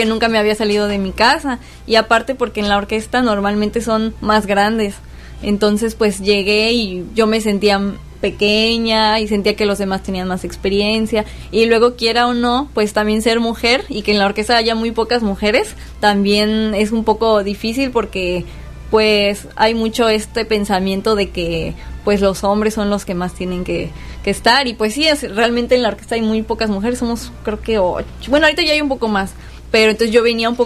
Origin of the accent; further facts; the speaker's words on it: Veracruz, Mexico; porque justo pues yo vengo de Veracruz y pues sentir que también estoy tocando pues mis raíces de allá